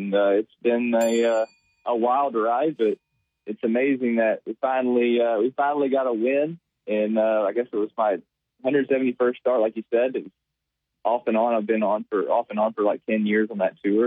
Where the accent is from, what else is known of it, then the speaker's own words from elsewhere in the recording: Texarkana, Texas, United States; moved away as an adult; also born or lived in Arlington, Texas; now in Benton, United States; I grew up on the Texas side